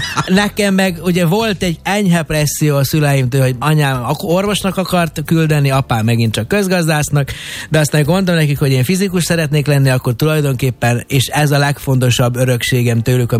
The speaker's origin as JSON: {"language": "Hungarian", "town": "Horgoš", "region": "Vojvodina", "country": "Serbia", "tie": "born or raised there", "moved": "yes", "said": "én Horgoson nőttem föl Jugoszláviában, akkor azt még úgy hívták, a Röszke-Horgos országhatárnak a déli oldalán"}